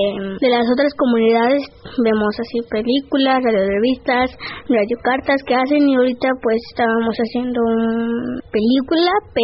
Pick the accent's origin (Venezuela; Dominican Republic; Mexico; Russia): Mexico; Ocotla; vengo de la comunidad de Ocotla.